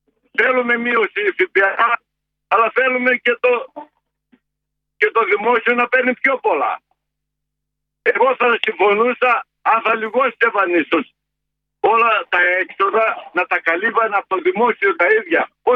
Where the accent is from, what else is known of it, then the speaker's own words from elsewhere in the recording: Greece; now in Germany; Εγώ δεν είμαι Γερμανός. Εγώ είμαι Έλληνας. Εγώ για την Ελλάδα ενδιαφέρομαι.